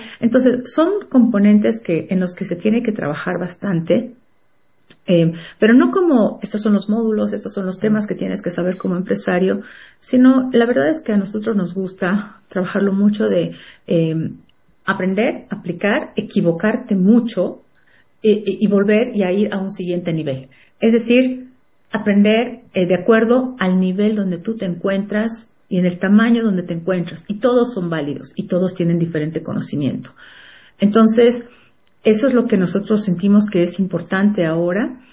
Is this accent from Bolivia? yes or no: yes; Bolivia; somos muchos bolivianos